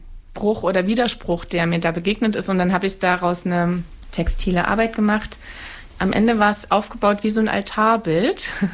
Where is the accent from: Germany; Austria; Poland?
Germany; Saxony; habe ich das quasi mit der Landschaft meiner Herkunft, wo ich aufgewachsen bin, gemacht, das Erzgebirge, wo ich eigentlich immer erstmal weg wollte, weil es kam mir immer eng vor.